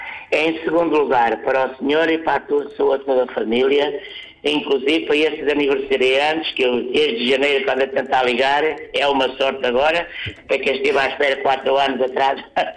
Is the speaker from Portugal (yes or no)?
yes; Porto, Norte, Portugal; moved away; porque eu sou natural do Porto, Ariosa